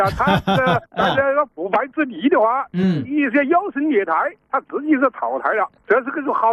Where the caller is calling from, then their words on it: Wuhan, Hubei, China; 我武汉人，在汉阳啊。